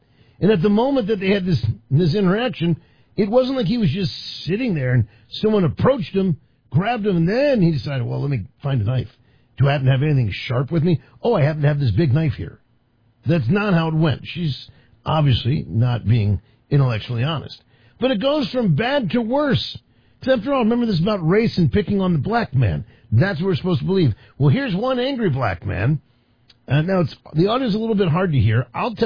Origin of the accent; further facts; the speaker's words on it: United States; growing up in Washington